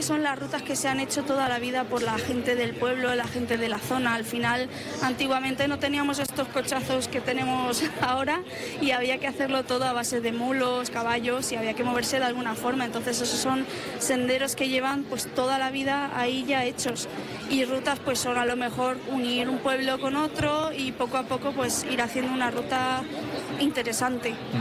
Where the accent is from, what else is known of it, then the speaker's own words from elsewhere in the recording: Órgiva, Andalusia, Spain; born there; also born or lived in Alicante; Soy de Alicante, pero me vine aquí muy chiquitita, entonces soy una de esas adoptadas de Órgiva.